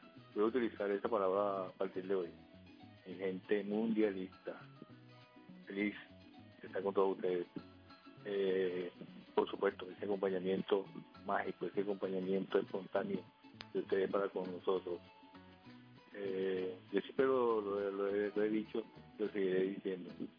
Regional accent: Venezuela

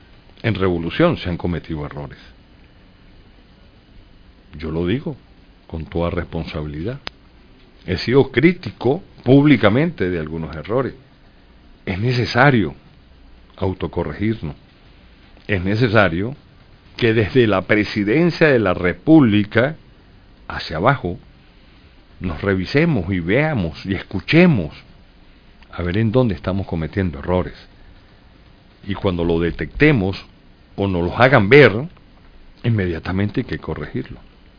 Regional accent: Venezuela

